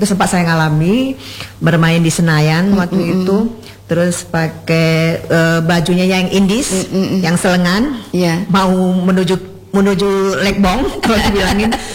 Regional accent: Aceh, Indonesia; Dan kalau bisa nanti kita dari Aceh Tengah, kalau bisa diambil bibit-bibitnya seperti generasinya Mega.

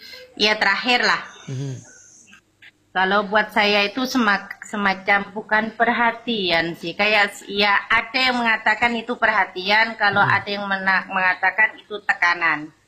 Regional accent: East Java, Indonesia; moved away as an adult; now in Madura, Indonesia

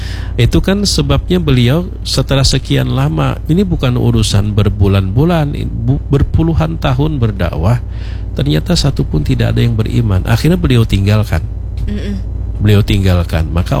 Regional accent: Banjar, South Kalimantan, Indonesia; kita orang Banjar

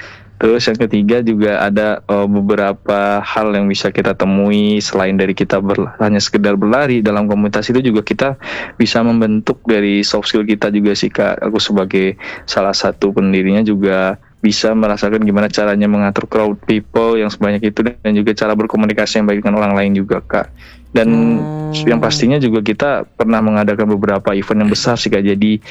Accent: Padang, West Sumatra, Indonesia; now in Bandung, Indonesia; Saya kebetulan asli Padang kak.

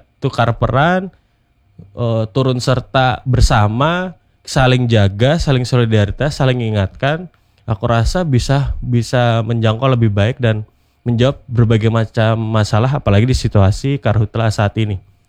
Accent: Amuntai, South Kalimantan, Indonesia; born there; di tempat kelahiran saya di Amuntai

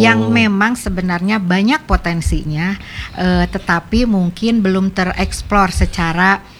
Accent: Tasikmalaya, West Java, Indonesia; born there; Kalau saya lahirnya dari Tasikmalaya.

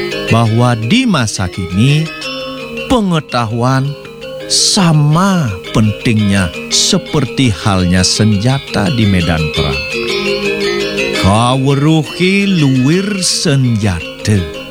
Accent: Bali, Indonesia; Bagi kita orang Bali

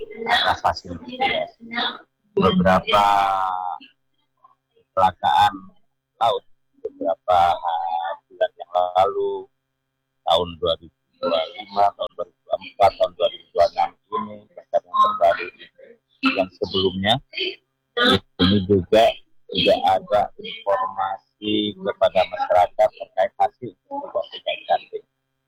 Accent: East Java, Indonesia; terutama sebagai orang Madura di Selat Madura

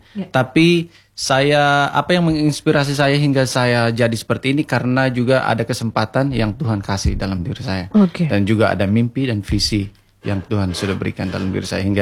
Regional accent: East Nusa Tenggara, Indonesia; now in Bali, Indonesia; Saya orang Sumba, jadi jadi saya orang Sumba, saya dari Karera di selatan Sumba Timur.

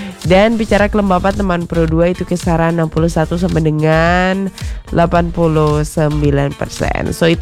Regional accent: Bangli, Bali, Indonesia; now in Denpasar, Indonesia; Seperti kampung aku mungkin di Bangli itu lebih sering menghadapi hujan

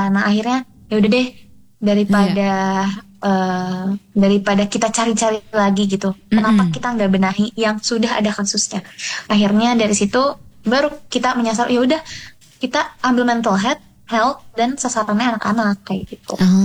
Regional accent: Bandung, West Java, Indonesia; born there; sebetulnya saya ini lahirnya di Bandung, tapi orang tua dan keluarga besar semua ada di Sulawesi Tengah.

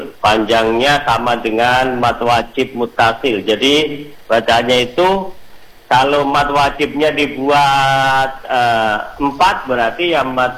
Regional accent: Java, Indonesia; saya orang Jawa

